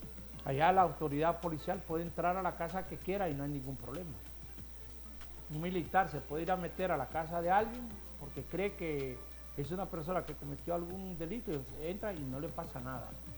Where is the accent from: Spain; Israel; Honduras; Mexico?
Honduras; Yo soy hondureño, mi familia es hondureña.